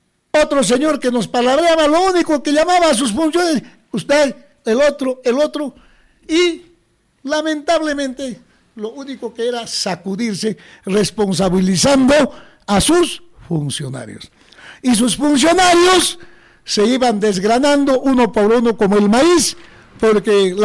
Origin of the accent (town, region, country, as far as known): Coracora, Ayacucho, Peru